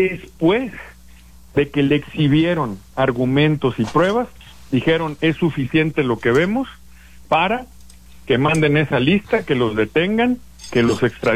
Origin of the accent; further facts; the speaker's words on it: Sinaloa, Mexico; los sinaloenses, la verdad, somos buena onda, alegres, valientes, decentes, entrones